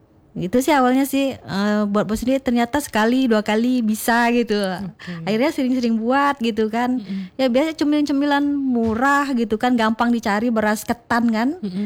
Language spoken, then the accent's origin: Indonesian; West Java, Indonesia; Iya, memang okay. saya dari Jawa Barat Sunda mm-hmm. ya kan. Mm-hmm. Iya, orang mama sama nenek kan memang orang Sunda dia kan.